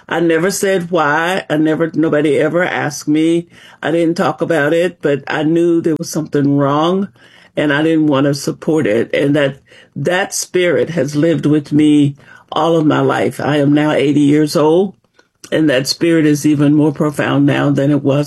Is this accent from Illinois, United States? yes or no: no; El Dorado, Arkansas, United States; moved away as an adult; also born or lived in California, United States; now in Georgia, United States; I was born in El Dorado, Arkansas. I lived in Arkansas until I was 18, left there, mm-hmm. went to California to college